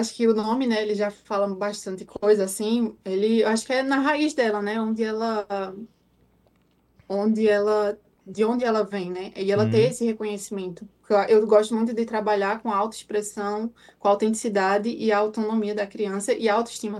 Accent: Garanhuns, Pernambuco, Brazil; Não, eu sou de Garanhuns, Pernambuco. Agreste, Pernambuco.

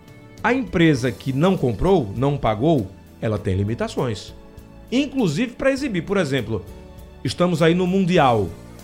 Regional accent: Pernambuco, Brazil; Não, deixa eu falar como um bom pernambucano.

